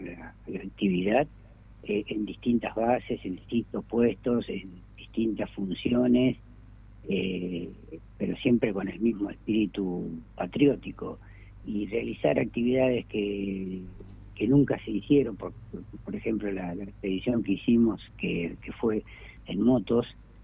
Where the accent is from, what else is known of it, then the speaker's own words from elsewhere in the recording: Argentina; los argentinos